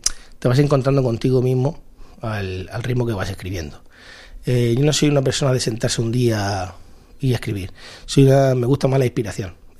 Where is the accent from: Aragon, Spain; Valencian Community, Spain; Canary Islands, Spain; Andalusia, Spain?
Valencian Community, Spain; Hurchillo; Pues al final, Urchillo al final es tu tierra. Yo siempre digo que no se puede entender lo que uno siente por su pueblo si no tiene pueblo, ¿no?